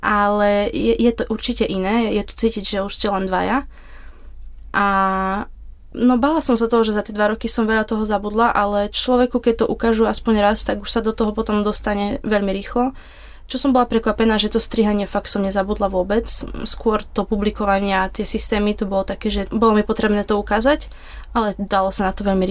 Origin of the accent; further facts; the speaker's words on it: Košice, Košice Region, Slovakia; kedy sme spomenuli, že sme teda z Košíc a že poznáme aj Augustinianov z Košíc, keďže bývame hneď vedľa kostola.